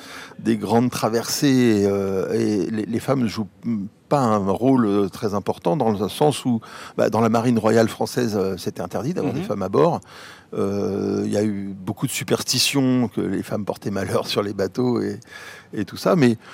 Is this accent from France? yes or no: yes; Martinique, France; born or raised there; also born or lived in Rouen, France